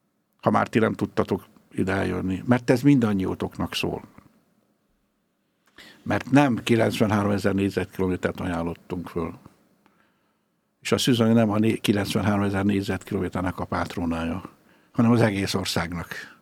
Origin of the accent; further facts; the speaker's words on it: Pest, Hungary; én Budakörnyéki sváb gyerek vagyok